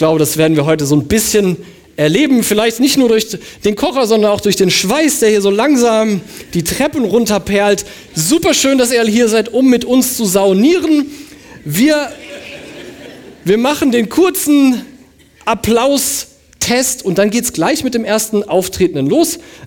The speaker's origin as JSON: {"language": "German", "region": "Southern Germany", "country": "Germany", "said": "wie ich als Süddeutscher eigentlich natürlicherweise sagen würde."}